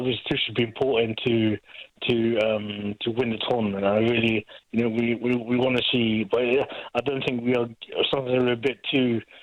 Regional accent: United Kingdom; I'm British. I'm proud of it.

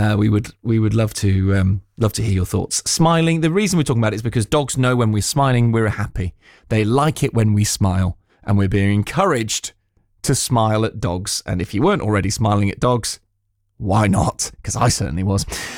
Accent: London, United Kingdom; now in Lancashire, United Kingdom; I'm a Cockney living in Lancashire.

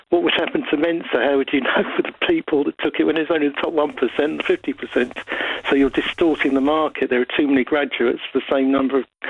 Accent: Finchley, London, United Kingdom; I grew up in Finchley with the outdoor swimming pool.

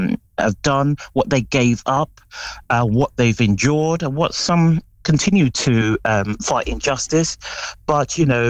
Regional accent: United Kingdom; So I'm first generation British.

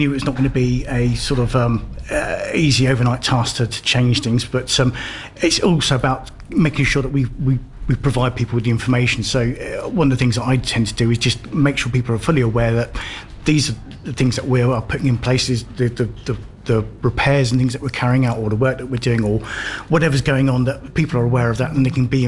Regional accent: South East England, United Kingdom; now in Northampton, United Kingdom; Local in the sense that I moved here about sort of 20 plus years ago, but originally I was from Buckinghamshire, so it's a neighbouring county.

